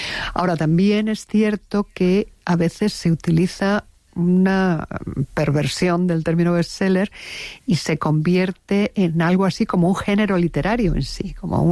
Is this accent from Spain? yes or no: yes; Spain; Nosotros que somos los españoles muy malos aprendices de inglés